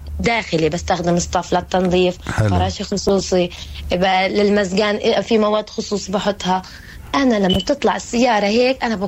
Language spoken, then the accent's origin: Arabic; Palestine